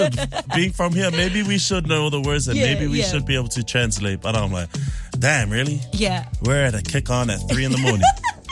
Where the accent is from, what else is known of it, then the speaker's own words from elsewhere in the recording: New Zealand; I'm like, okay, I'm from New Zealand. Yes, I'm from Aotearoa. Love Te Reo Māori.